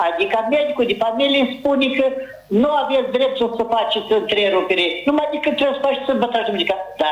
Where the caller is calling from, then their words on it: Cimișlia, Cimișlia District, Moldova; de la Cimișlia.